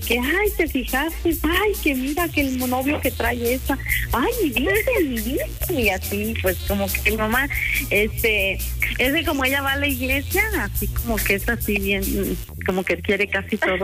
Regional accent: Celaya, Guanajuato, Mexico; moved away as an adult; now in Dallas, United States; Soy originaria de Celaya, Guanajuato.

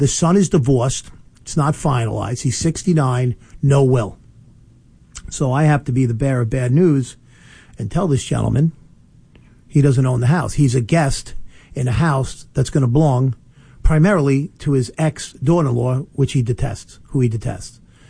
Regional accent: East Northport, New York, United States; my hometown at East Northport.

